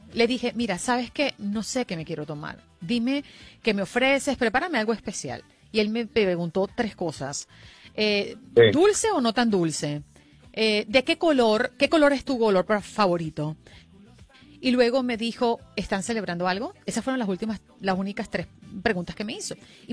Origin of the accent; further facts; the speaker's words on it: Venezuela; moved away; Las Navidades, los encuentros antes de caer en desgracia en mi país, éramos una familia muy numerosa.